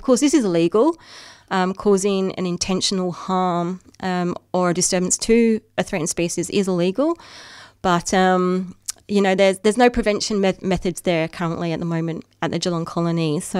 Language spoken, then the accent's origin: English; United Kingdom; now in Australia; my hometown back home in the UK